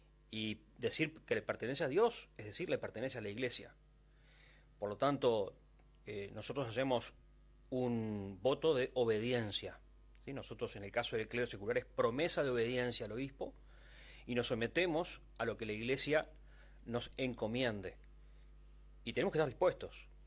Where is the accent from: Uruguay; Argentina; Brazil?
Uruguay; Salto; moved away as an adult; Cuando me vine a Montevideo para estudiar, yo soy de Salto